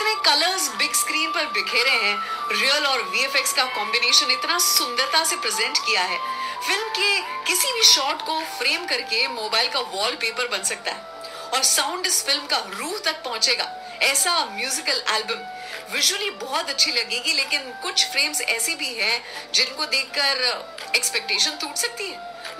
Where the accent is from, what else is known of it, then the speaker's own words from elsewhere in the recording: Ahmedabad, Gujarat, India; मैं गुजरात से हूँ, अहमदाबाद से हूँ